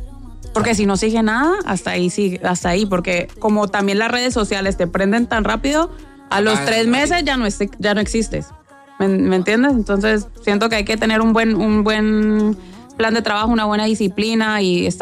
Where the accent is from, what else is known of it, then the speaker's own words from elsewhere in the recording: Cali, Valle del Cauca, Colombia; moved away as an adult; now in Puerto Rico; se parece mucho a mi ciudad en Colombia, de Cali.